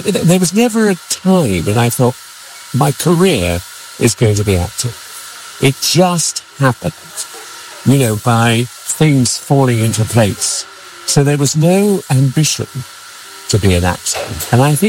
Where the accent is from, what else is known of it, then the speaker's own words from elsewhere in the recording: Oldham, North West England, United Kingdom; born there; I was born in Oldham, Southside Manchester, and my father was from there, and my mother hated it.